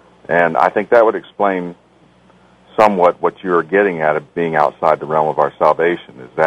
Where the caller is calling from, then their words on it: Texas, United States; I'm calling from South Texas.